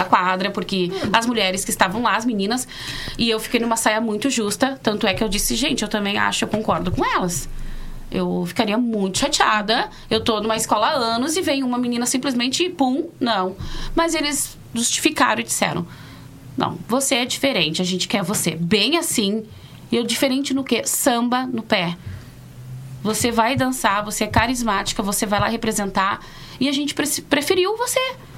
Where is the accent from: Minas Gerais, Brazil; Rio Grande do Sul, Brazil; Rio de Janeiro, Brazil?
Rio Grande do Sul, Brazil; gaúcha, sou do Rio Grande do Sul.